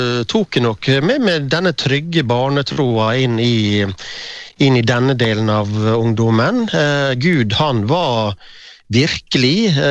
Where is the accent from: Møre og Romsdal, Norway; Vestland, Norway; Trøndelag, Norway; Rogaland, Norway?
Møre og Romsdal, Norway; Ålesund; Jeg vokste opp på Åse, en drabantby i Ålesund kommune. Og før det, de aller første barneårene mine, hadde bak fjellet, som vi sier her i byen, altså i Sorenskriver Bullsgate.